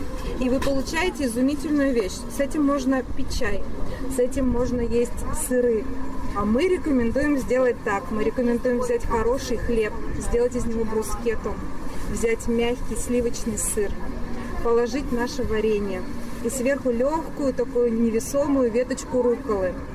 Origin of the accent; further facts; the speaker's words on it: Sverdlovsk Oblast, Russia; Ну и еще ноги у этого названия растут с моей малой родины, со Свердловской области. Жители моей деревни называют сами себя бурундуки.